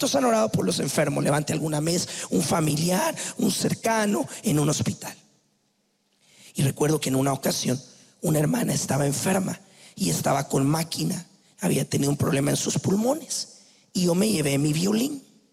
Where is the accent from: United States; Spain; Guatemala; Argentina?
Guatemala; Como decimos en mi país, Guatemala